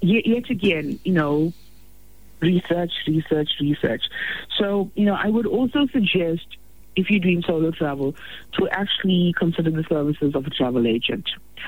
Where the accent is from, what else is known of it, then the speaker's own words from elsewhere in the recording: South Africa; we're from South Africa.